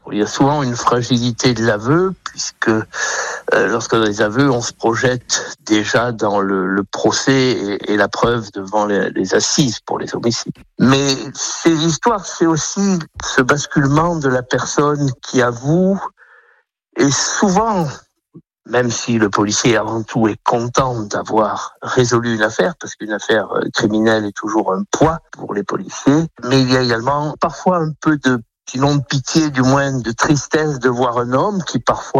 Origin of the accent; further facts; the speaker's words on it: Auvergne-Rhône-Alpes, France; born there; comme celles qui se passent en Ardèche, où je reviens pratiquement dans mon village natal